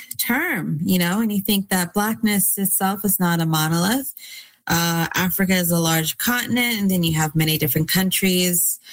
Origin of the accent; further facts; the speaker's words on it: Canada; I'm Nigerian Canadian, and you'll see a lot of books like Deborah Fillet's Blood Zion or Tomi Adeyemi's Children of Blood and Bone that are taking from, you know, Black Nigerian history, Nigerian culture, and Nigerian cosmology.